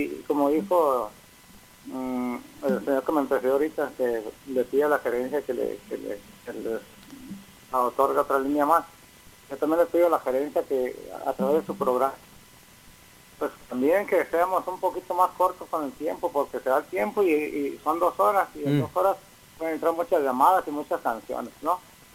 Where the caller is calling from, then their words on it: Tijuana, Baja California, Mexico; aquí en Tijuana, Baja California